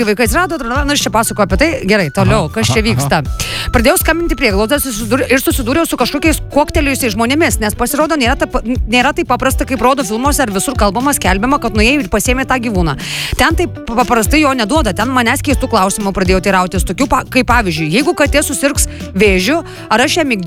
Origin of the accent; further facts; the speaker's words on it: Jurbarkas, Tauragė County, Lithuania; Aš iš Jurbarko.